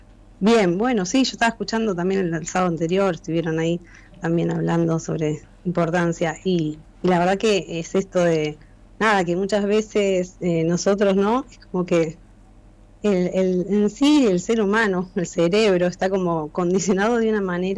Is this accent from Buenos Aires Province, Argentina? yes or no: yes; Wilde, Buenos Aires Province, Argentina; Soy de zona sur, Wilde.